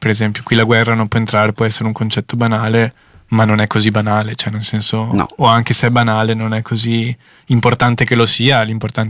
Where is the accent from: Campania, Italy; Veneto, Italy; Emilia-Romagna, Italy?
Veneto, Italy; Venice; Beh, sono veneziano, guido coi piedi, quindi.